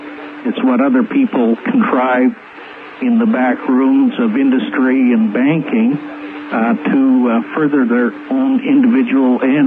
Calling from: Calgary, Alberta, Canada; from Calgary.

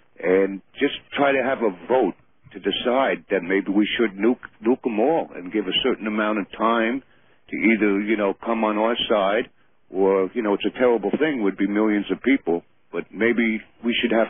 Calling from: Suffern, New York, United States; from Suffern, New York

